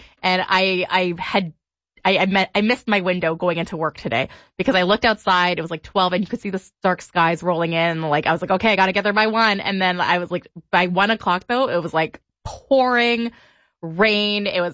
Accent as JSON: {"language": "English", "town": "Toronto", "region": "Ontario", "country": "Canada", "tie": "born or raised there", "lives_now": "Ottawa, Canada", "said": "I grew up in the Toronto area"}